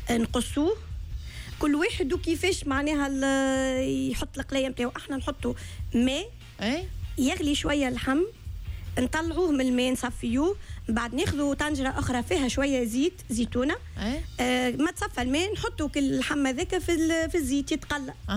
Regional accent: Sousse, Sousse Governorate, Tunisia; عندنا في سوسة

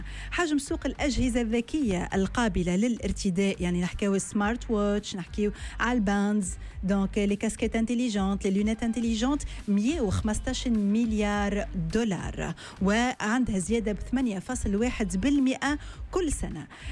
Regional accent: Tunisia; عندنا في تونس

